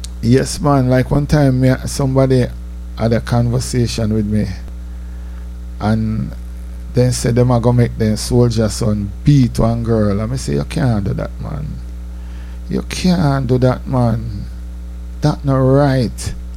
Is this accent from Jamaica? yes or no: yes; Jamaica; moved away; also born or lived in White Plains